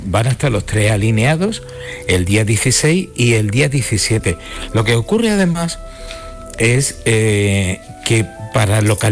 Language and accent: Spanish; Melilla, Spain; born there; now in Málaga, Spain; que vengo de Melilla, que soy melillense.